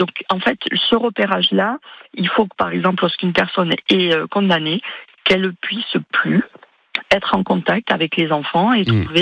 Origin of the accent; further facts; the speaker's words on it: Occitanie, France; j'ai regardé rapidement les images, y compris chez moi en Lozère